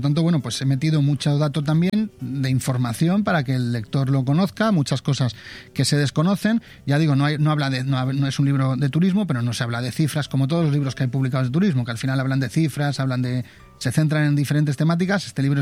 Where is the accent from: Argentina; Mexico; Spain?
Spain